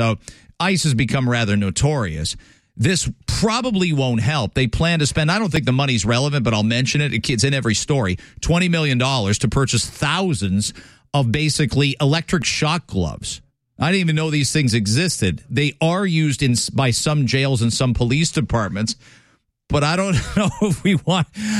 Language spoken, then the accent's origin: English; London, Ontario, Canada; There was a girl from my hometown in London